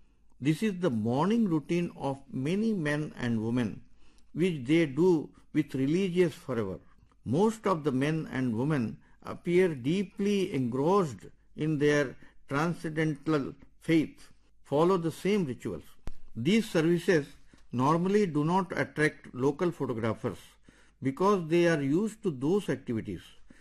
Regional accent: Varanasi, Uttar Pradesh, India; I was born and brought up in Varanasi

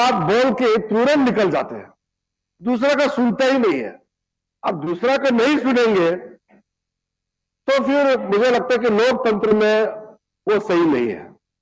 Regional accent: Northeast India, India; बाद में दिल्ली कैपिटल हो गया तो हम लोग सीधा दिल्ली जाते हैं आजकल, कलकत्ता कम आते हैं, लेकिन हमारा पिताजी लोग का समय में तो कलकत्ता ही सब कुछ था हमारा नॉर्थ ईस्ट का

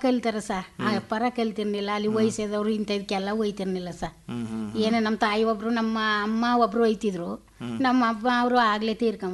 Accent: Karnataka, India; moved away as an adult; now in Siddayyanapura, India; ಚಂದ್ಕೋಡಿ sir. ಹುಟ್ಟದೂರ್ಲಿ ನಾನು, ಸಿದ್ದಯ್ಯನಪುರಕ್ಕೆ ಲಗ್ನ ಆದ್ವಿ.

